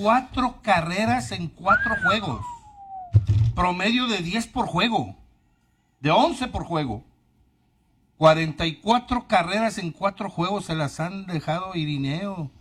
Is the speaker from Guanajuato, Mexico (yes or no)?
yes; Irapuato, Guanajuato, Mexico; Yo soy de Irapuato.